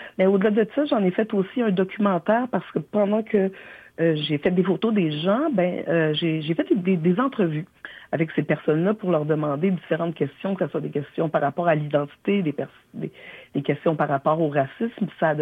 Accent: Montreal, Quebec, Canada; mais moi, je viens de Montréal, moi, je suis née ici, je suis québécoise.

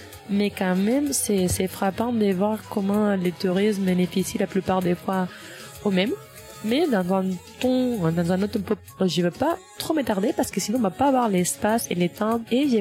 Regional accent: Spain; French is a second language; moved away as an adult; now in Indonesia; Mais moi, je viens de l'Espagne

